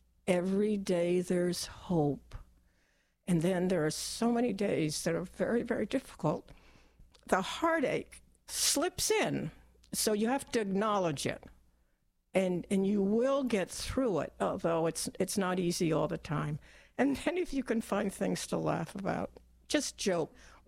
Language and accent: English; Dedham, Massachusetts, United States; I come from Dedham, Massachusetts